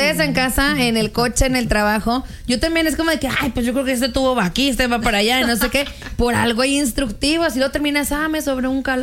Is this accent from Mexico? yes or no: yes; Mexico